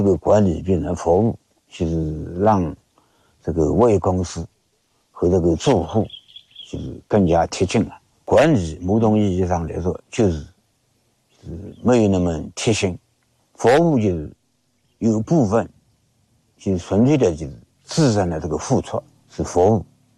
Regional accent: Yangzhou, Jiangsu, China; now in Baokang, China; 我老家是江苏扬州的

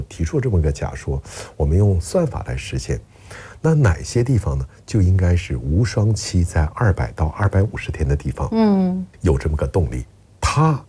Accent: Northeast China, China; 我是东北人，我老家东北，

